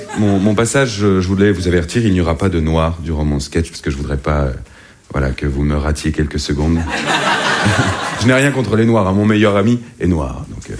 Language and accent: French; Hauts-de-France, France; born there; Mon enfance a été assez difficile puisque je suis né dans le Nord